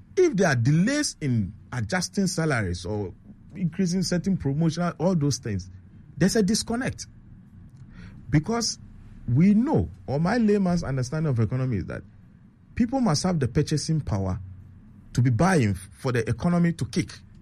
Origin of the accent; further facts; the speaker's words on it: Upper West, Ghana; Farmers from my hometown in Upper West, who have farmed throughout the farming season and have their farm produce lying there